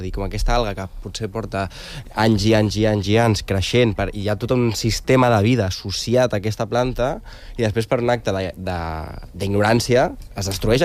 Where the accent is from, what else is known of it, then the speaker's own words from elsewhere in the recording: Castelldefels, Catalonia, Spain; jo soc de Castelldefels, o sigui, tot Castefa